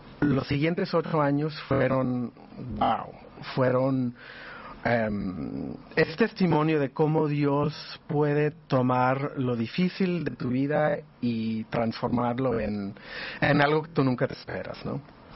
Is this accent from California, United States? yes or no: yes; Los Angeles, California, United States; estaba lejos de Los Ángeles, como crecí en Los Ángeles